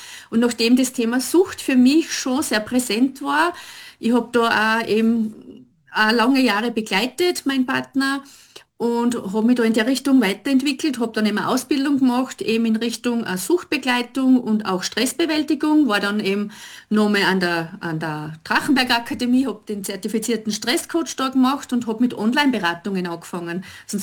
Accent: Liezen, Styria, Austria; ich bin 54 Lenze, sage ich jetzt mal, bin eine Steirerin, eigentlich eine Lierznerin

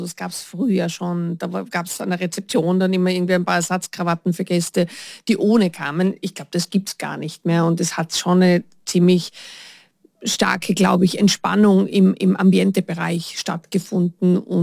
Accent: Carinthia, Austria; also ich komme aus der Gegend, ich bin ja aufgewachsen im Mölltal und der Weißensee war für mich immer ein echtes Heimspiel mit Eislauf und so.

